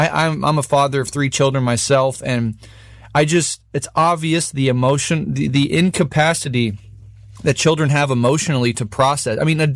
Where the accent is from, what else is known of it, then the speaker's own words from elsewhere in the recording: United States; as an American